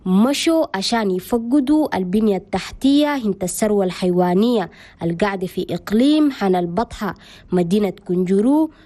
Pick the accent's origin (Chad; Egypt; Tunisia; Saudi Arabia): Chad; ومن كل التراب حنا بلدنا تشاد، من الشمال للجنوب